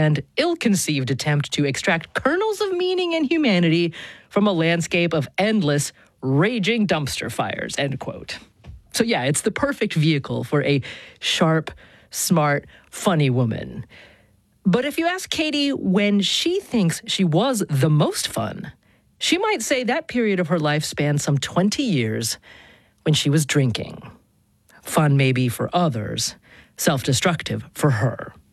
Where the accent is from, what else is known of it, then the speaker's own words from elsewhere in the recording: Oregon, United States; I did witness one or two cow tippings growing up in Oregon.